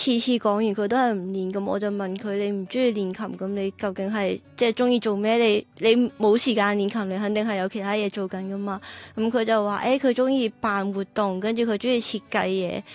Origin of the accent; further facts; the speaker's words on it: Macau; 咁我始终我系澳门人啦，咁即系我都系呢个大湾区长大，咁我觉得即系都系我最熟悉嘅语言，同埋最熟悉嘅一个音乐体系咯。